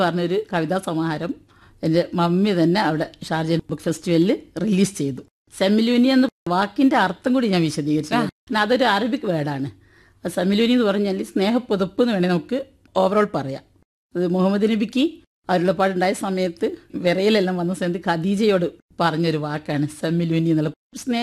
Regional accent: Kozhikode, Kerala, India; ഞാൻ കോഴിക്കോട്ടുകാരിയാണ്

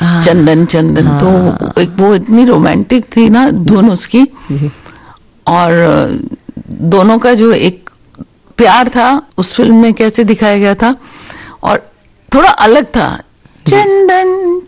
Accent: Varanasi, Uttar Pradesh, India; accent: Banarasi; moved away; मैं बनारस में की पैदाइश हूँ।

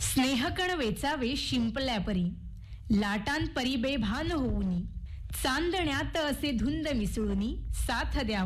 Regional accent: Devgad, Maharashtra, India; now in Mumbai, India; मी मूळची देवगडची आहे.

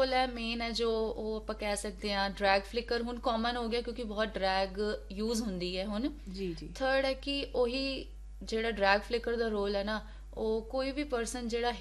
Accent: Haryana, India; ਹੁਣ ਜਿਵੇਂ ਮੈਂ ਹਰਿਆਣਾ ਤੋਂ ਹਾਂ

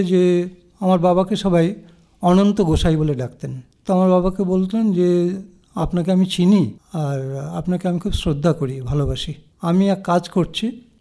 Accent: Kolkata, West Bengal, India; also born or lived in Dum Dum / Faridpur, Bangladesh (family origin); আমার জন্ম কলকাতার কাকুরগাছিতে, 13 জানুয়ারি 1956। এখন যেখানে ডক্টর বিধানচন্দ্র শিশু হসপিটাল আছে, একদম ওর খুব কাছেই ছিল যেখানে জন্ম হয়েছে সেই জায়গাটা।

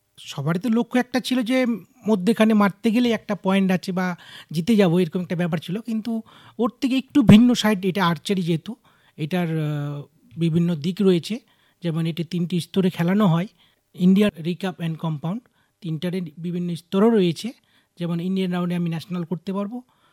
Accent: Alampur, India; আমার গ্রামেই কেটেছে, আলমপুরে।

